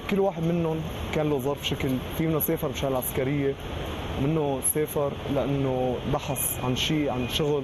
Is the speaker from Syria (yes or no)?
yes; Aleppo, Aleppo Governorate, Syria; من حلب عمري 21 سنه بدرس ادب انجليزي سنه ثالثه